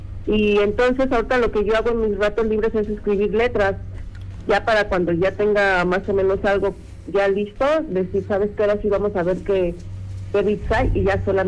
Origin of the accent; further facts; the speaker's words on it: Naucalpan, State of Mexico, Mexico; moved away as an adult; now in Nezahualcóyotl, Mexico; yo soy de Naucalpan, pero hazte cuenta que ya vivo en Nesa, llevo 5 años acá.